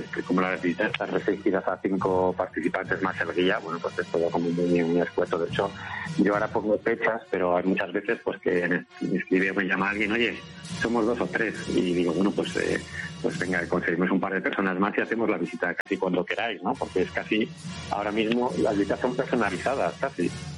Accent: Salamanca, Castile and León, Spain; Bueno, yo la verdad es que suelo ir mucho porque, como digo, soy de Salamanca y...

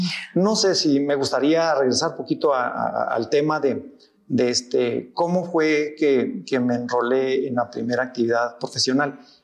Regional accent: Colonia Oscar Soto Máñez, Chihuahua, Mexico; estando en la secundaria aquí en Colonia Oscar Soto Máñez, en mi pueblo natal

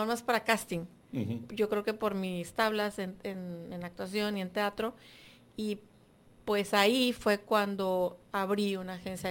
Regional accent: Guadalajara, Jalisco, Mexico; born there; Nací en Guadalajara.

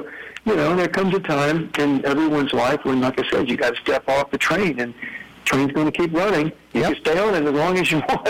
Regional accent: Shreveport, Louisiana, United States; I grew up in Shreveport. I went to Woodlawn High School

